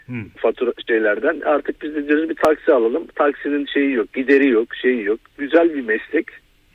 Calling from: Istanbul, Turkey; Ben İstanbul'dan.

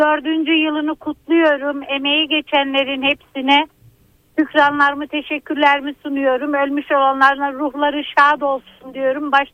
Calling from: Izmir, İzmir, Turkey; İzmir'den arıyorum ben.

